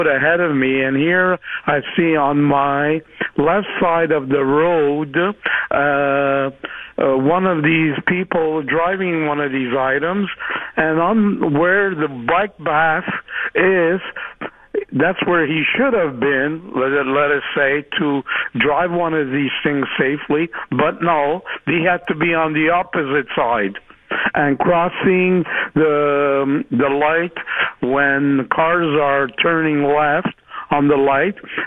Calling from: Laval, Quebec, Canada

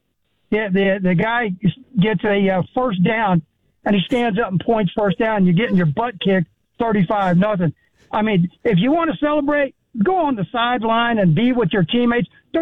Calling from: Florida, United States

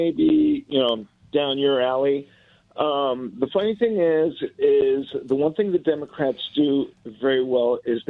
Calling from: Santa Clarita, California, United States

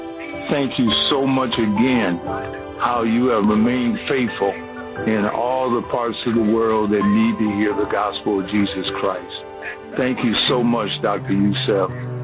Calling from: Tecumseh, Ontario, Canada; I'm calling from Tecumseh, Ontario, Canada.

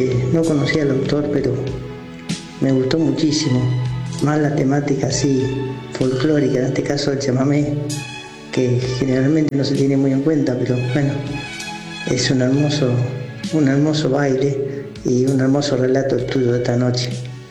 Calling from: Rosario, Santa Fe, Argentina

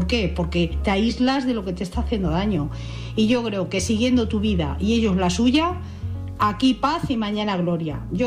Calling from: Madrid, Community of Madrid, Spain; de Madrid.

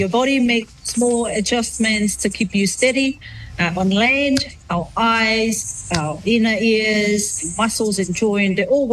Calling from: Onehunga, Auckland, New Zealand; I'm actually living from Onehanga, the Bay Reserve, Onehanga Bay Reserve.

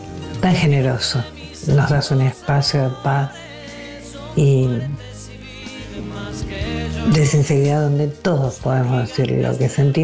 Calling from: Adrogué, Buenos Aires Province, Argentina; de Adrogué

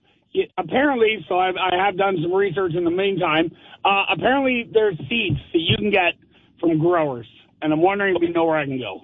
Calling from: Nova Scotia, Canada; I'm from Nova Scotia

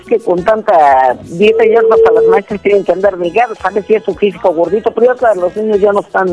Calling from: Naucalpan, State of Mexico, Mexico; Aquí en Naucalpan también.

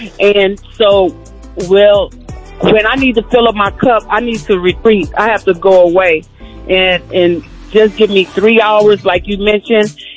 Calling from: Maryland, United States; I'm calling from Maryland.

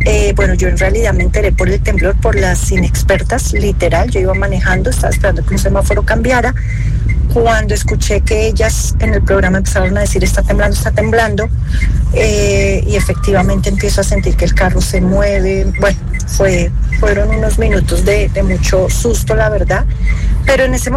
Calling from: Colombia; nos unimos como no solo como colombianos, sino como sociedad.

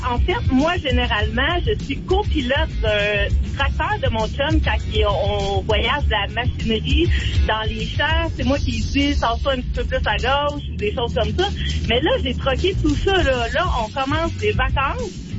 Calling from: Trois-Rivières, Quebec, Canada; Ben, nous, on vient du coin de Trois-Rivières.

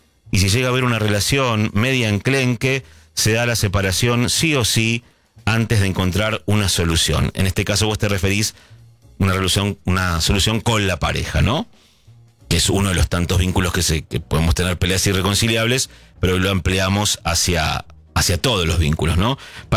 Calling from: Banfield, Buenos Aires Province, Argentina; de Banfield, escucho todas las noches

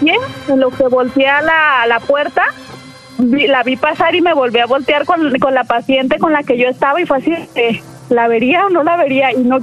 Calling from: Guadalajara, Jalisco, Mexico; Soy de Guadalajara

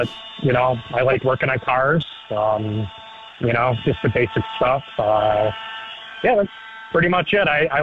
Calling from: North Tonawanda, New York, United States; I'm from North Tonawanda.

